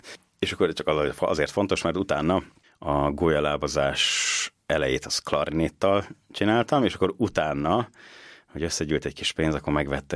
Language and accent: Hungarian; Debrecen, Hajdú-Bihar, Hungary; végülis debreceniként büszkeségnek is mondhatnám